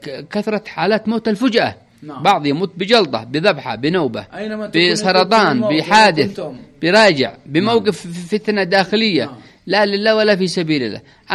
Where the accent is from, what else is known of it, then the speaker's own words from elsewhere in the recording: Yemen; إذا كان هؤلاء يحشدون من دول، ماذا نحشد من بلادنا ونحن أبناء اليمن؟